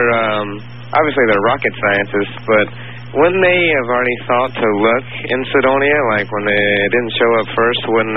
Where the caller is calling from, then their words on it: Gainesville, Florida, United States; Me calling from Gainesville, Florida.